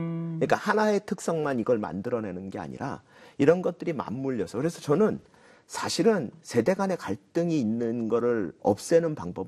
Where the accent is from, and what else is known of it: South Korea